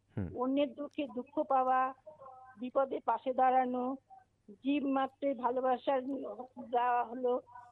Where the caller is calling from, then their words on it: Siliguri, West Bengal, India; আমি শিলিগুড়ি পড়াশোনা থেকে